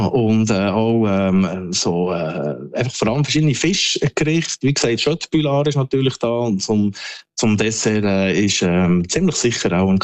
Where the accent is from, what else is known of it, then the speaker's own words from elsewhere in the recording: Switzerland; now in Sweden; Herausforderung für mich als Schweizer Botschafter in Schweden.